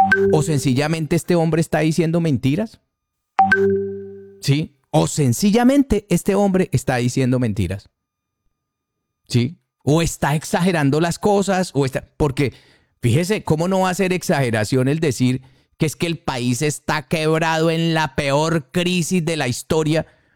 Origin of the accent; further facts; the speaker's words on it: Argentina; ¿Cuándo se vio como en Argentina, por ejemplo, que amenazábamos no pagar la deuda externa porque el país estaba quebrado?